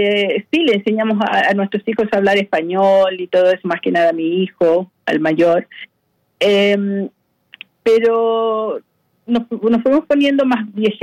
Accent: Chile; now in Australia; Yo puedo decir que soy chilena y todo eso, pero verdaderamente soy más australiana que chilena.

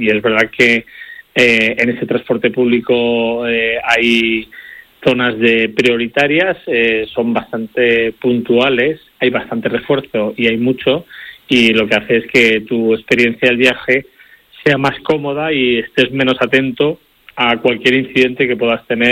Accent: Arganda del Rey, Community of Madrid, Spain; Claro, yo soy del municipio de Madrid, de Arganda del Rey.

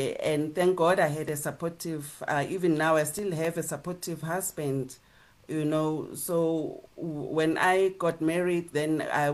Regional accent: Soweto, Gauteng, South Africa; I'm from a family of six. And I grew up in Soweto

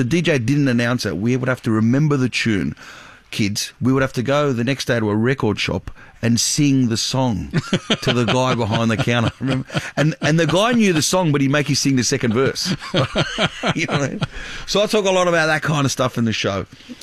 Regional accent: Sydney, New South Wales, Australia; Yeah, I grew up in Sydney, Australia.

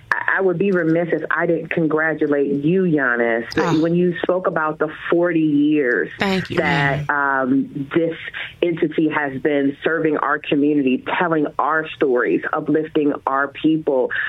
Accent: Lansing, Michigan, United States; Born and raised in Lansing on the south side, graduated from Everett.

